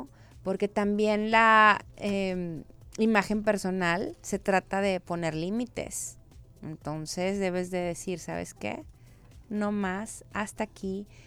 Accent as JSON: {"language": "Spanish", "town": "Monterrey", "region": "Nuevo León", "country": "Mexico", "said": "yo ves que soy de Monterrey, soy regia"}